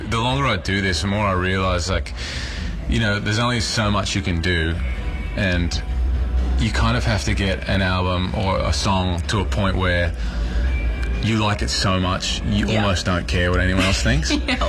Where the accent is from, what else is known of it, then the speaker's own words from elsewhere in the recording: Australia; now in United States; because I'm Australian, and I grew up playing here, and I played here for a long time before I moved to America.